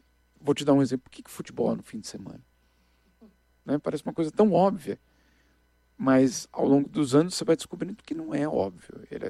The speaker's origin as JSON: {"language": "Portuguese", "country": "Brazil", "said": "Eu sei que eu sou brasileiro. Eu só tenho passaporte brasileiro. Então eu tenho certeza que eu sou brasileiro. Mas ao mesmo tempo eu tenho certeza que ao não morar no Brasil, eu perco"}